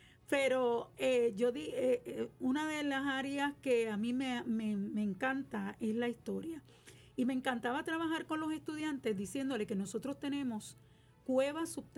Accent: Puerto Rico; nosotros tenemos aquí en Puerto Rico

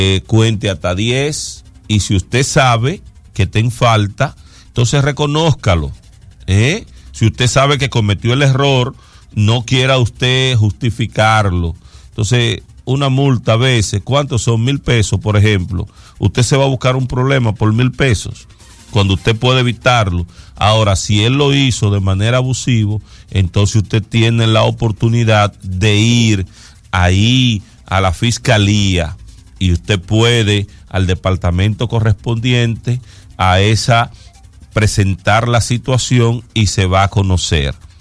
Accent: Dominican Republic; Ustedes saben cómo somos nosotros los dominicanos

